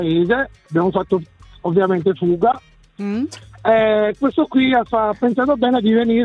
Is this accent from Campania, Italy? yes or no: yes; Aversa, Campania, Italy; Io sono originario di Aversa.